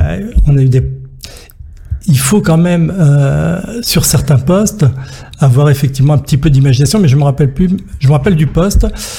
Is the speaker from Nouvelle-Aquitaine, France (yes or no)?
no; Marseille, Provence-Alpes-Côte d'Azur, France; moi je suis Marseillais, je reste à Marseille.